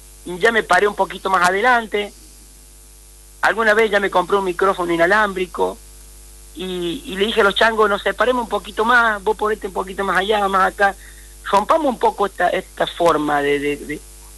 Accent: Sebastián Elcano, Córdoba, Argentina; Porque yo me crié en el pueblo, en Sebastián Elcano, que es un pueblo chico de algo de 3.500, 4.000 habitantes, en el norte de la provincia de Córdoba.

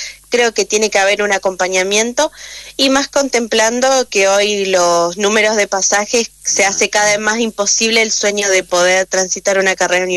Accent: Victoria, Entre Ríos, Argentina; como argentino, como victorienses.

